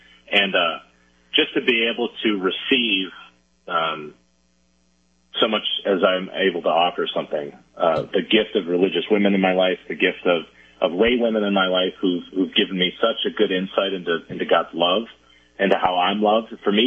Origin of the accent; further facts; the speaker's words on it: Elm Grove, Wisconsin, United States; So I grew up in Elm Grove, a suburb right next to it. I went to a K through 8 parochial school, went to an all-boy Jesuit high school here in Milwaukee named Marquette High School.